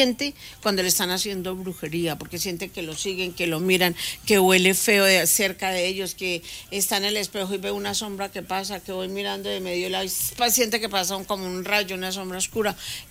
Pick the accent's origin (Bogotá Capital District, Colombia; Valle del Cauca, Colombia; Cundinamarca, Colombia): Bogotá Capital District, Colombia; Bogotá; now in Spain; Yo no soy paisa. Las paisas son las que hablan. Yo soy colombiana, rola.